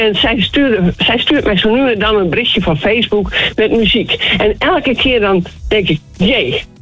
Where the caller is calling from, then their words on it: Grijpskerk, Groningen, Netherlands; ik kom uit Groningen, Grijpskerk.